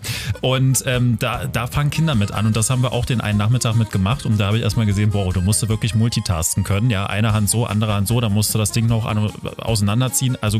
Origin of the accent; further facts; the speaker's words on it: Burg, Saxony-Anhalt, Germany; in Burg bei Magdeburg, meine Heimat